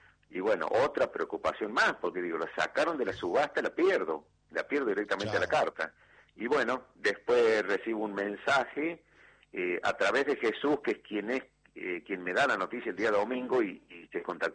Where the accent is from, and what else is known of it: Argentina